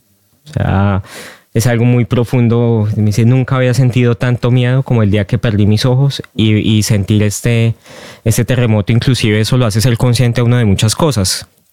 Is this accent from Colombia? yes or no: yes; Bogotá, Colombia; born there; now in Medellín, Colombia; Yo nací en Bogotá. Mi familia es de parte paterna de Bogotá y de parte materna del Quindío, de la ciudad de Armenia.